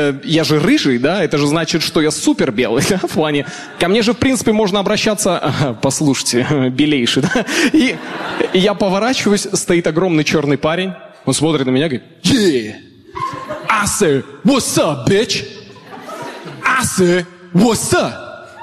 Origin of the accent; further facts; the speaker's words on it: Kazakhstan; also born or lived in Canada; Откуда вы? Я говорю, Казахстан.